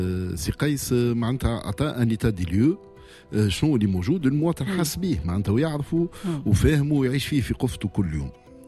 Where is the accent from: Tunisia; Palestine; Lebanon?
Tunisia; نحن كدوله تونسيه